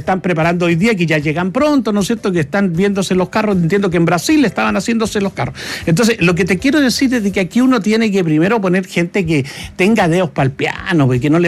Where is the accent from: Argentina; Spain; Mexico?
Argentina